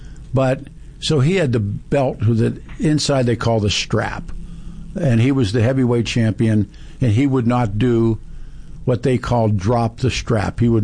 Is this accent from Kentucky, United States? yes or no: no; Pittsburgh, Pennsylvania, United States; We grew up on Bruno in Pittsburgh, but that's the great story.